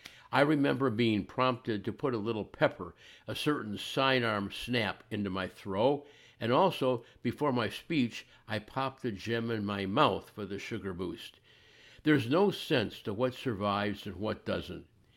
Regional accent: Ohio, United States; Growing up here, okay, I grew up near Cleveland, thank you for noticing

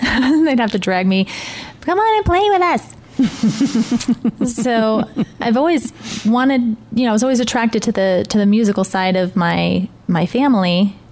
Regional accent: New York, United States; moved away; I'm originally from New York

